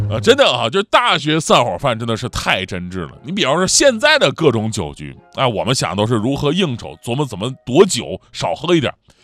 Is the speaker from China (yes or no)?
yes; Northeast China, China; 我年轻的时候我也是暴脾气，我东北人，我能惯着有人诋毁我吗？